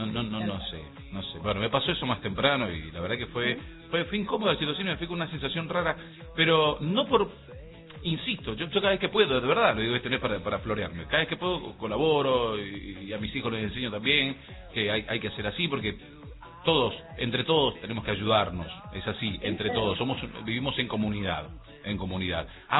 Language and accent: Spanish; Rama Caída, Mendoza, Argentina; mí de chica me tocó pedir en la calle era porque mi madre no tenía trabajo. Y hoy eso yo lo detesto. … de Rama Caída.